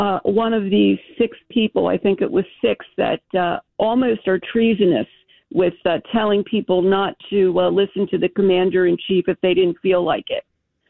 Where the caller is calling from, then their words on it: Pennsylvania, United States; I live in Pennsylvania